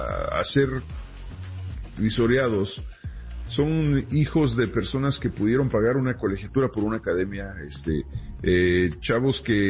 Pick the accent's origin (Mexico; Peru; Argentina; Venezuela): Mexico; así como los que crecimos en México lo hacíamos